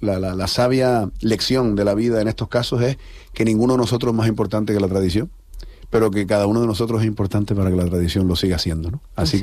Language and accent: Spanish; Canary Islands, Spain